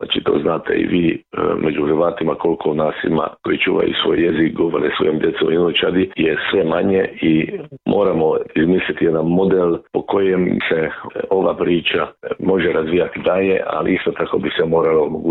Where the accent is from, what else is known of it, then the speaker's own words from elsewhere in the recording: Kópháza, Győr-Moson-Sopron, Hungary; u Podnatku možemo govoriti ovdje recimo kod nas u Kojnovu.